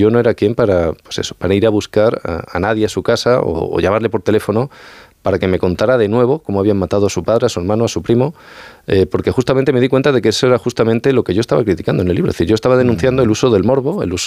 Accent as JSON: {"language": "Spanish", "region": "Extremadura", "country": "Spain"}